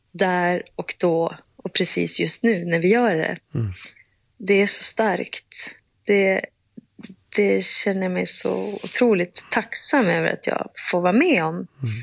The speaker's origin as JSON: {"language": "Swedish", "town": "Umeå", "region": "Västerbotten County", "country": "Sweden", "said": "Och jag är från Umeå och gick på... då hette det ju inte kulturskolan, då hette det musikskolan."}